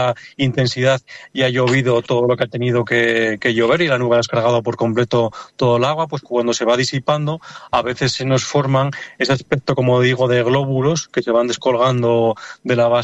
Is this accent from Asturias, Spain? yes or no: yes; Asturias, Spain; Por ejemplo, que yo soy de Asturias, pues lo que se conoce como el orvallo, es una lluvia muy débil, muy fina